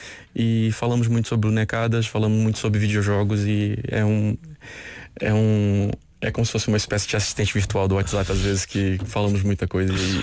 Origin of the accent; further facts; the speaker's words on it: Brazil; now in Portugal; E eu não conhecia o Markle porque eu vim do Brasil.